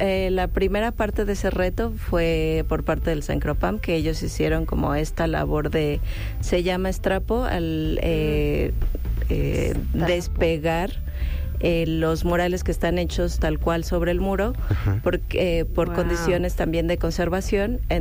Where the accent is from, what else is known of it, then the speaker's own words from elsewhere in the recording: Mexico; nosotros como mexicanos